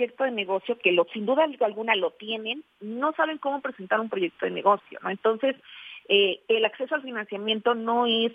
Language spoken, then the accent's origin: Spanish; Mexico